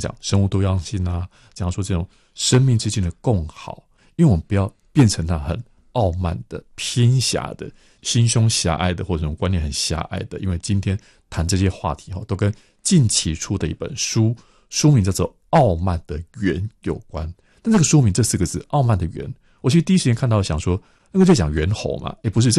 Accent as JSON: {"language": "Chinese", "region": "Kaohsiung", "country": "Taiwan", "said": "因为我高雄人嘛，"}